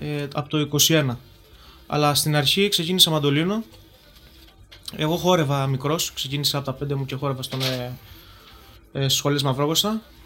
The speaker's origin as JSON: {"language": "Greek", "town": "Heraklion", "region": "Crete", "country": "Greece", "tie": "born or raised there", "said": "Μεγαλωμένος από το Ηράκλειο, η καταγωγή μου είναι από τον Αχιντριά."}